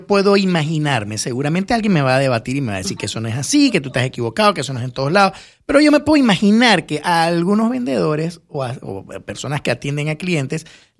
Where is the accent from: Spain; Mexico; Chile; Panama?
Panama; es la camiseta de tu país